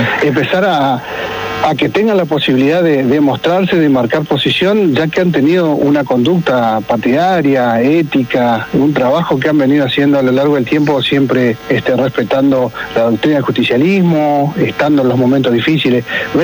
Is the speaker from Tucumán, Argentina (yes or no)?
no; Feliciano, Entre Ríos, Argentina; Sí, soy de acá de Feliciano.